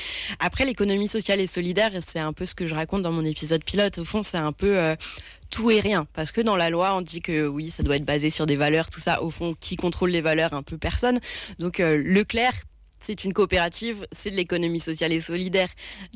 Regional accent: Provence-Alpes-Côte d'Azur, France; now in Mulhouse, France; Alors, je suis originaire du Var, mais j'ai vite bougé pour mes études jusqu'à arriver à Mulhouse en master.

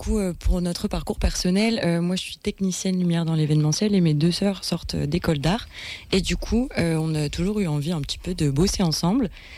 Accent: Blairville, Hauts-de-France, France; nous, on vient du village de Blairville. Du coup, ce qu'on parlait, c'est un village de 300 habitants.

